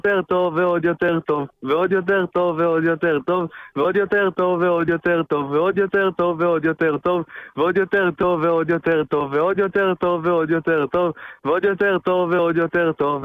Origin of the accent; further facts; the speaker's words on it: Jerusalem, Jerusalem District, Israel; אני מירושלים.